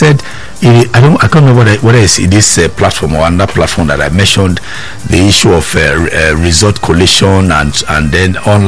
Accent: Nigeria; even as I sit here as a Nigerian

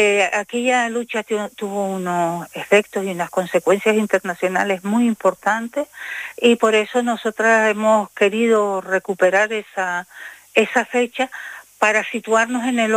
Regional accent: Tenerife, Canary Islands, Spain; las mujeres que pertenecemos a este Tagoror y que somos de Tenerife

